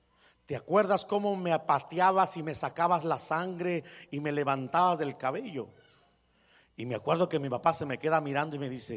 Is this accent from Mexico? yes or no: yes; Guadalajara, Jalisco, Mexico; now in United States